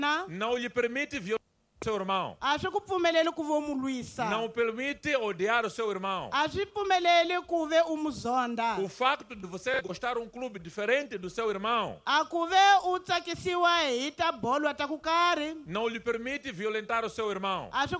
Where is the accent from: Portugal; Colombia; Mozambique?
Mozambique; Mas se nós, como moçambicanos, não ficarmos atentos, não ficarmos vigilantes, vão aparecer pessoas aqui em Mabalane